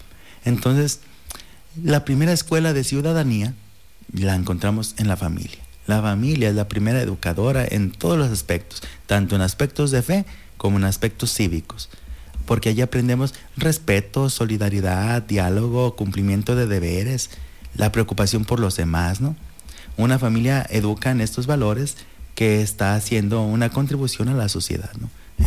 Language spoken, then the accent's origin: Spanish; Mexico; todos los que somos mexicanos